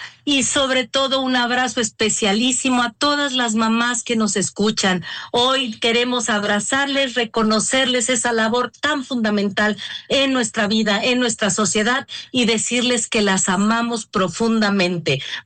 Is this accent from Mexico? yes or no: yes; Mexico; para nosotras como mujeres y como mexicanas.